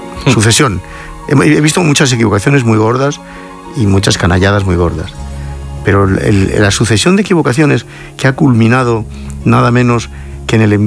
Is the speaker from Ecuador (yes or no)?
no; Spain; Bastante abrumado como español